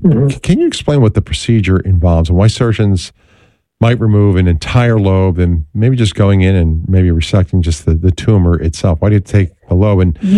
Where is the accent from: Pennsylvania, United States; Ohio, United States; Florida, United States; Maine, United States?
Pennsylvania, United States; Philadelphia; And there in my hometown of Philadelphia